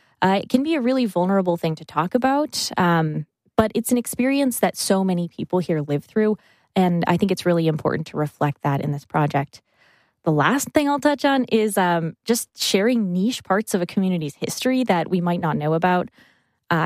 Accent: New York, United States; I'm from the North Country.

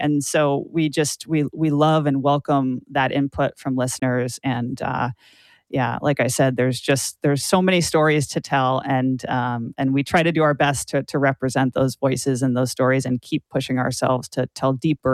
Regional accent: Glens Falls, New York, United States; I grew up in Glens Falls, which I think also really helps to understand the whole Adirondack region.

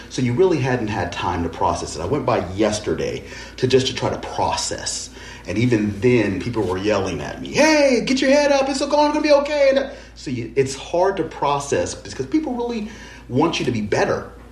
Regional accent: Altadena, California, United States; I know everybody in that neighborhood. I grew up in Altadena.

